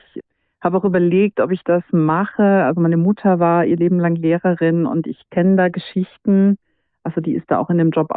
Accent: Saxony, Germany; born there; moved away as an adult; now in Northern Germany; Ich bin ja auch nicht im Norden aufgewachsen. Ich bin in Sachsen geboren und bin ja vor über 10 Jahren in den Norden gezogen.

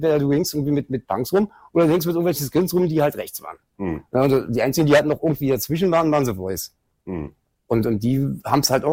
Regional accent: Berlin, Germany; Geboren in Schöneberg, groß geworden in Kreuzberg.

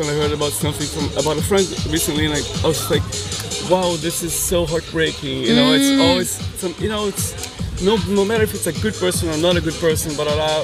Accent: Brazil; I grew up really poor in Brazil.

